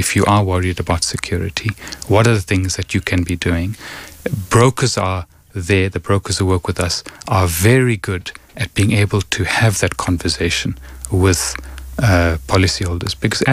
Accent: South Africa; And you know, being a South African businessman or a South African leader, leadership is difficult generally.

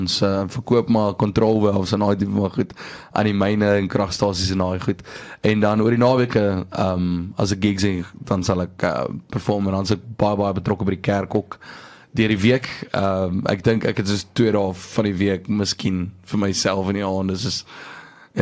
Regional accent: Secunda, Mpumalanga, South Africa; ek kom van Sekunda af en ek het my hele leven lang eindelijk al, het ek daar so geblei.

